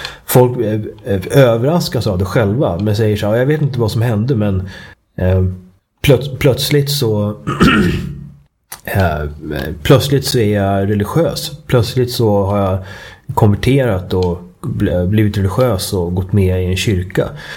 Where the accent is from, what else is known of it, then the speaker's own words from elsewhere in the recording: Sweden; för mig som svensk.